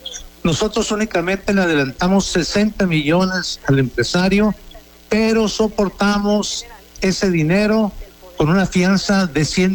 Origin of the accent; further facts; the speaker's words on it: Badiraguato, Sinaloa, Mexico; Acuérdate que yo soy de Badiraguato